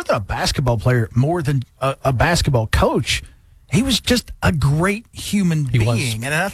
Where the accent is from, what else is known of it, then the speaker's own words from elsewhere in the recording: West Virginia, United States; Growing up in West Virginia, especially southern West Virginia